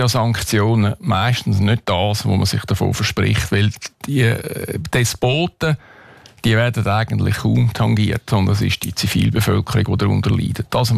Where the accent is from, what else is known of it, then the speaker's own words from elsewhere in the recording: Switzerland; Und wir als Schweizer sollen frei entscheiden können, ob wir das wollen oder nicht.